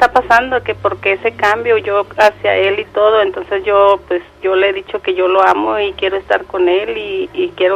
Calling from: Zapopan, Jalisco, Mexico; De Zapopan.

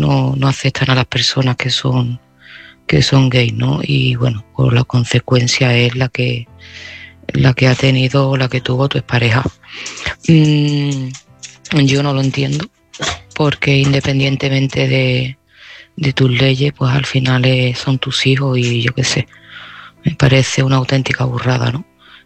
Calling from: Seville, Andalusia, Spain; de Sevilla y este mensaje va para Pedro.

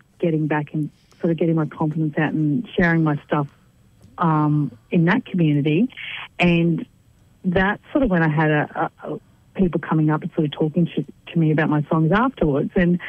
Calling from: Queensland, Australia; I'm calling from Balbo Park, which is near Ipswich in Queensland.

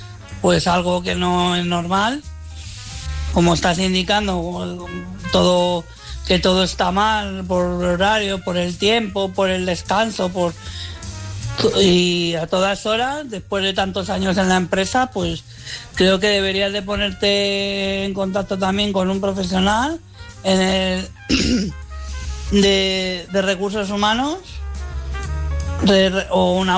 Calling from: Madrid, Community of Madrid, Spain

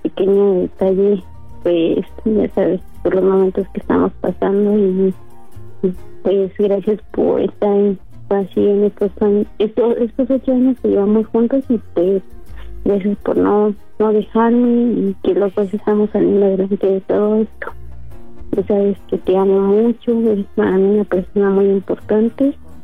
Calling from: State of Mexico, Mexico; Aquí, Cerrillo Vistahermosa.

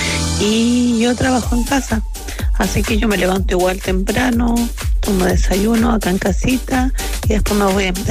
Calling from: Puente Alto, Santiago Metropolitan Region, Chile; Vivo en Puente Alto

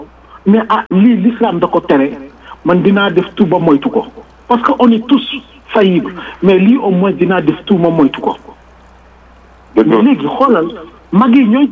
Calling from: Senegal; en tant que Sénégalais

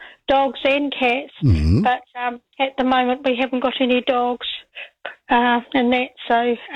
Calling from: Canterbury, New Zealand; I'm from North Canterbury.

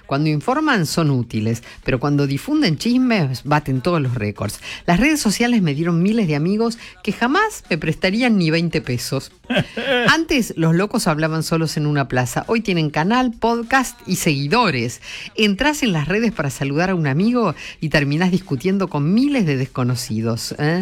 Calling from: Posadas, Misiones, Argentina; de Posadas.

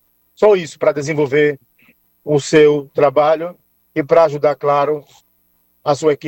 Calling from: Maceió, Alagoas, Brazil; Falo aqui do Benedito Bendes

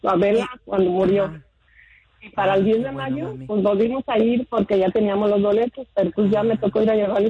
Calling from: Michoacán, Mexico; Yo soy de Michoacán

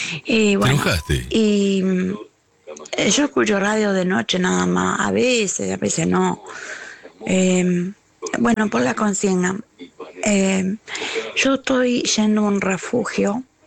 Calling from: Argentina; de San Cristóbal.

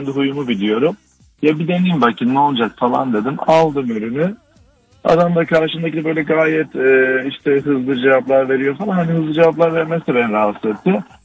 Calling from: Mersin, Turkey; Mersin'den.

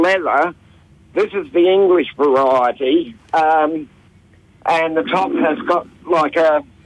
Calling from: Murray Bridge, South Australia, Australia; Murray Bridge.

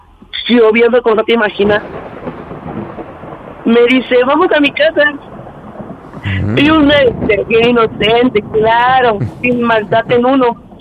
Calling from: Mexico City, Mexico; Tengo 20 años y soy de aquí, de Xochimilco

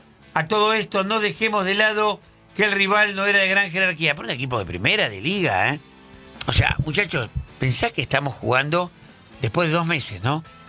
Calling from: Buenos Aires, Argentina; Buenas noches … de Almagro.

